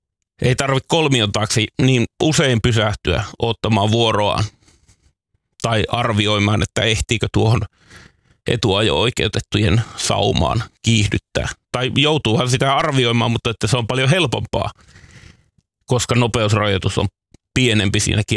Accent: Northern Finland, Finland; moved away; Koska Pohjois-Suomessa, mistä mä oon kotoisin

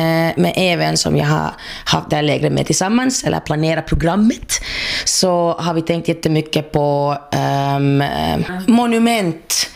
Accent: Helsinki, Uusimaa, Finland; jag är från Helsingfors

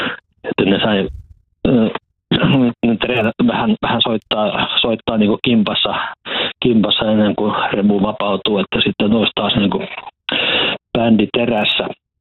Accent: Huittinen, Satakunta, Finland; Ja siis mä huittin sitä kotosi ja asuin nuoruuteni ja parhaisen aikuisuutenikin Huittisissa.

